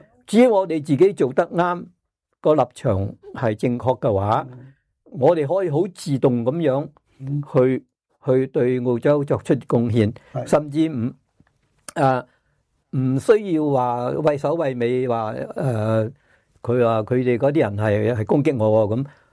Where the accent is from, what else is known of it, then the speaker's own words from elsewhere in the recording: Hong Kong; now in Australia; 我在香港嚟嘅，有时我喺香港嗰阵都啊